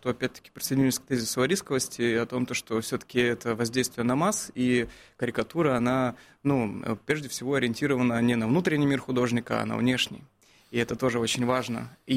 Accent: Krasnoyarsk, Krasnoyarsk Krai, Russia; moved away; Я выходец из Красноярска

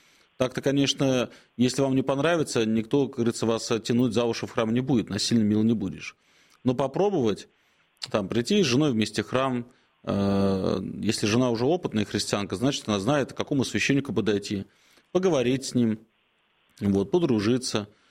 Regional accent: Moscow, Russia; мы живем в Москве еще там с середины или начала 19 века. И так-то я коренной москвич, я москвич, и я русский человек, и для меня Россия – это моя родина.

